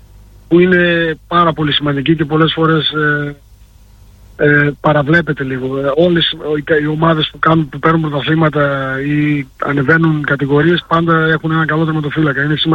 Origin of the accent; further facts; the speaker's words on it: Thessaloniki, Central Macedonia, Greece; Πάντα, πάντα. Η Θεσσαλονίκη είναι η πατρίδα μου, είναι ο τόπος που γεννήθηκα, εδώ μεγάλωσα, mm-hmm. η γειτονιά μου.